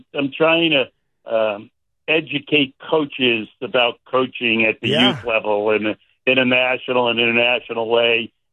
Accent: Stamford, Connecticut, United States; having Jackie be part of the Stamford, Connecticut that I grew up in was a blessing for me

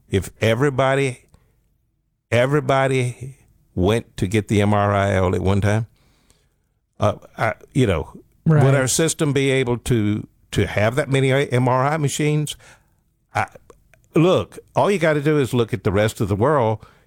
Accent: Alabama, United States; I grew up in Northeast Alabama on a mountain.

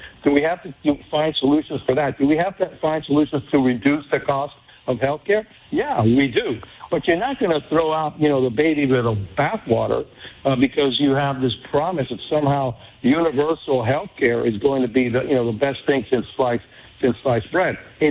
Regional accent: Cuba; now in United States

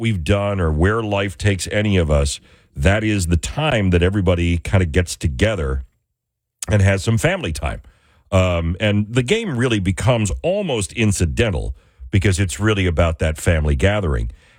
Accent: New York, United States; moved away; I grew up outside of Buffalo in a small farm town.

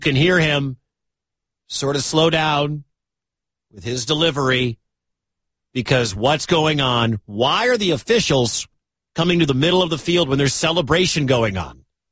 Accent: Detroit, Michigan, United States; I am a huge Michigan fan. I am from Detroit.

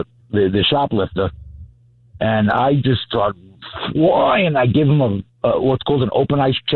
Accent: New York City, New York, United States; I've been here in Bayside for about 27 years now. I mean, I grew up in Flushing, so I'm a Queens born and raised.

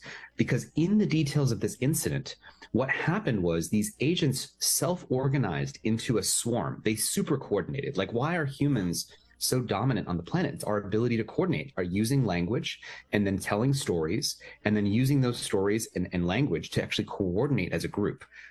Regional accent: California, United States; so I'm from Silicon Valley.

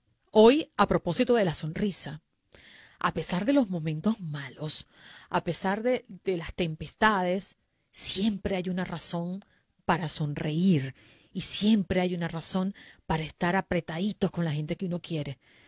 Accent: Venezuela; moved away; Las Navidades, los encuentros antes de caer en desgracia en mi país, éramos una familia muy numerosa.

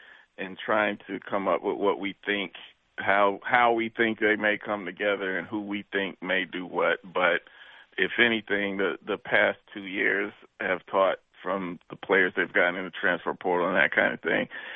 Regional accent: North Carolina, United States; I'm from North Carolina

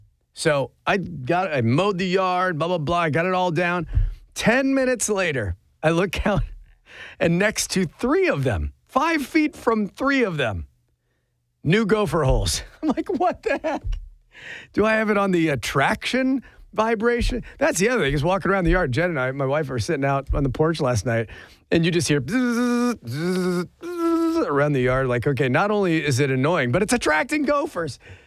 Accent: Chicago, Illinois, United States; now in Bristow, Creek County, Oklahoma, United States; I live out in the country in Cree County in Bristow. I'm from Chicago, right? North side. But I've been here for 25 years.

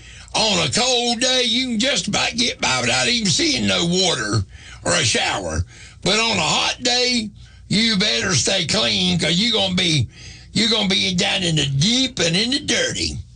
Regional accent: Southern United States, United States; now I like being a Southerner, but I don't like the part of the deep, dirty South.

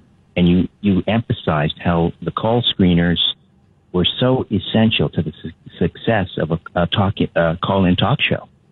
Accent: Brantford, Ontario, Canada; now in Toronto, Canada; A native of Brantford, Ontario, the home of Wayne Gretzky. But I've lived my entire adult life in Toronto.

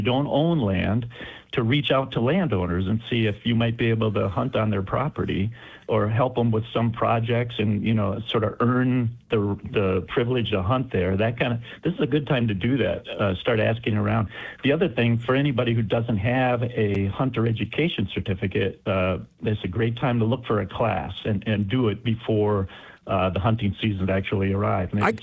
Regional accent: Racine County, Wisconsin, United States; I grew up in Racine County.

